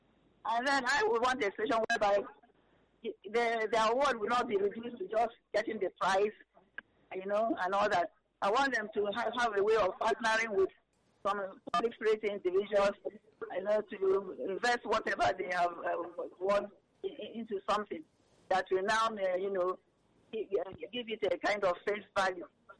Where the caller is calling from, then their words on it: Jos, Plateau, Nigeria; I'm calling from Jos.